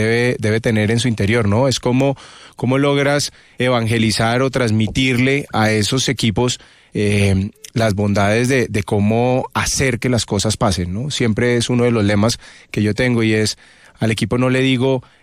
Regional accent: Bogotá, Colombia; por el trabajo de mi padre tuve la fortuna de vivir en diferentes partes del país, sí. y del planeta, y eso hace que se le esconda a uno, pero soy bogotano 100%, Rolo. Nacido aquí en Bogotá.

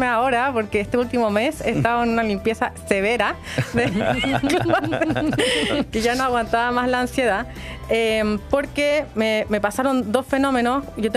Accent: Chile; moved away as an adult; also born or lived in Milan; sabiendo que en mi país existía un problema ambiental gigante, que eran, bueno, estos vertederos clandestinos que existen en el norte de Chile.

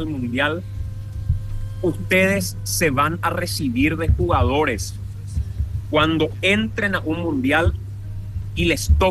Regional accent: Paraguay

